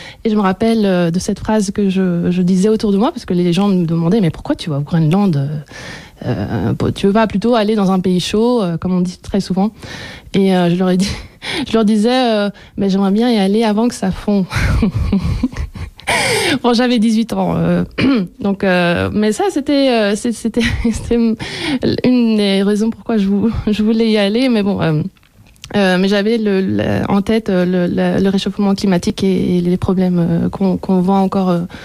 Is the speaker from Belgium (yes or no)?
yes; Brussels, Brussels-Capital Region, Belgium; born there; je n'ai qu'un passeport danois, donc je n'ai pas une double nationalité officiellement. Mais je suis née à Bruxelles.